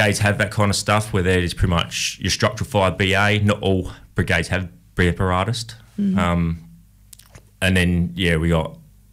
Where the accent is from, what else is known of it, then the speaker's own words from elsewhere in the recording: South Australia, Australia; Born and bred Barossa, young lad.